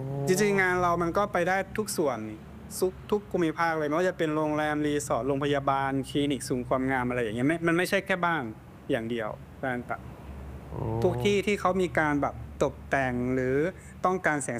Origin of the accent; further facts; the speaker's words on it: Udon Thani, Thailand; now in Bangkok, Thailand; เป็นคนอุดรครับผม